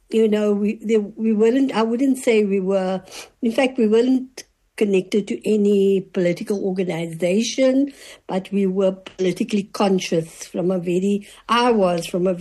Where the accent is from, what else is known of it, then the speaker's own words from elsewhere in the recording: Claremont, Western Cape, South Africa; born there; I was born in Claremont in a little house opposite where you have the police station at the moment. So I was born there, but then when I was 2 years old, we had to move because Claremont was being declared a white area.